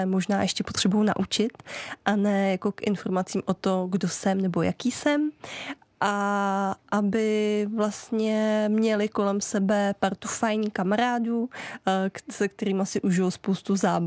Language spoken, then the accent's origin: Czech; Jičín, Hradec Králové Region, Czechia; A pak mě najdete v mém rodném kraji, a to je v městě Jičín, kde jsem v ambulanci jako dětská psycholožka